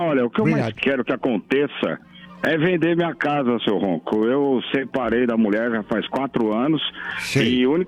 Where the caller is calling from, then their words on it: Osasco, São Paulo, Brazil; eu sou aqui de Osasco.